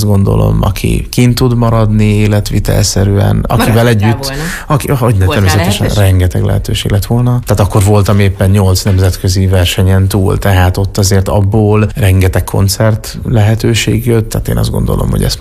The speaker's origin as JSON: {"language": "Hungarian", "town": "Kecskemét", "region": "Bács-Kiskun", "country": "Hungary", "tie": "born there", "said": "Tehát Kecskeméten születtem, ott nyilván azért az általános iskola vége felé."}